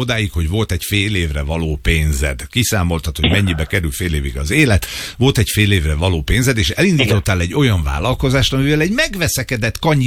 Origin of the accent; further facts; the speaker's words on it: Hungary; azért csak magyarok vagyunk, gyerekek.